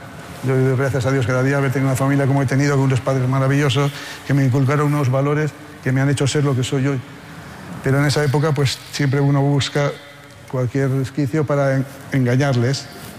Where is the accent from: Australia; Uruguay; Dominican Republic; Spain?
Spain; Haro, La Rioja; yo en mi pueblo, en Haro, en La Rioja, era del Athletic Club de Bilbao, como aficionado